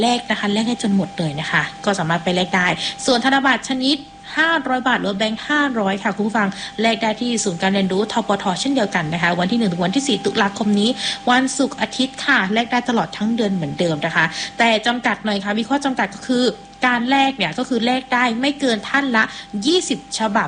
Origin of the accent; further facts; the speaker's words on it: Southern Thailand, Thailand; ถ้าเป็นคนใต้บ้านเราอ่ะคนใต้แท้ๆเลยอ่ะ